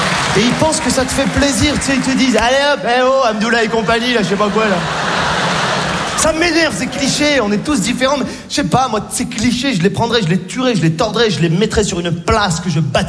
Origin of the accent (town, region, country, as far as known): Morocco